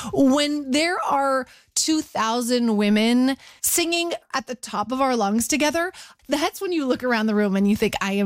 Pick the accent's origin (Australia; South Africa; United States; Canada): Canada; we're all Canadian women who kind of grew up in the same era.